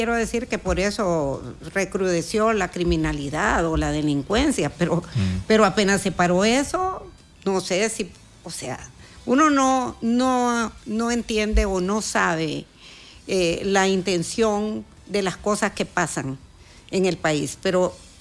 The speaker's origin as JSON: {"language": "Spanish", "country": "Honduras", "said": "Lo digo como hondureña, lo digo como ciudadana, como empresaria."}